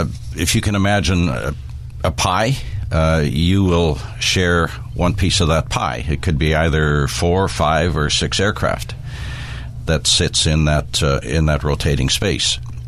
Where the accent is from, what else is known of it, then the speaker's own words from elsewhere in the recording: Edmonton, Alberta, Canada; I'm from Edmonton, and we're building there's essentially a brand new airport being built